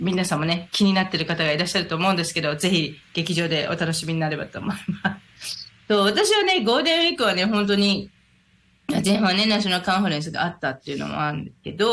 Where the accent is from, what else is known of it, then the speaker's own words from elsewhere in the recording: Saitama, Japan; 私も埼玉100%ですので、